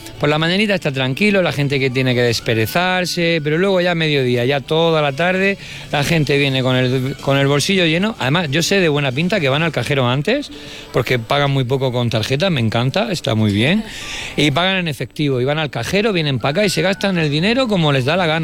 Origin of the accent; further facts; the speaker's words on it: Lorca, Region of Murcia, Spain; soy de Lorca y amo Lorca muchísimo.